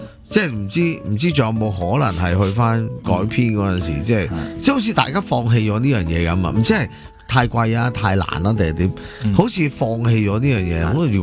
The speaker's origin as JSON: {"language": "Cantonese", "country": "Hong Kong", "said": "我香港人嘅好多人都系贪快嘅。"}